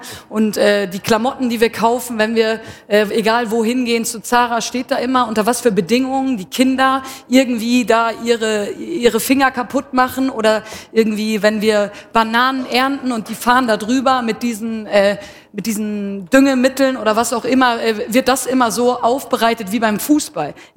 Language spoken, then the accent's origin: German; Germany; moved away as an adult; now in Bern, Switzerland; meine Sozialisation als Deutsche in der Schweiz